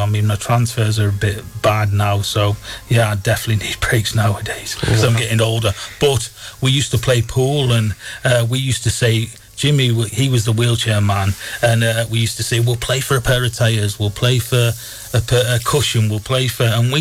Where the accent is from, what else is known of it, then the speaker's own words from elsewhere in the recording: London, United Kingdom; born there; Well, it says in it that I was from London, and I was born in London. My mum went there for a night and to the theatre and fell and went into labour.